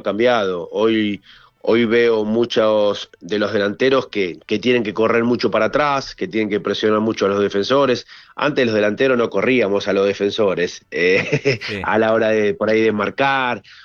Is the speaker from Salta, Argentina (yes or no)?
no; Buenos Aires, Argentina; nací en Caseros y Boedo, prácticamente en el medio de Parque Patricio y Boedo.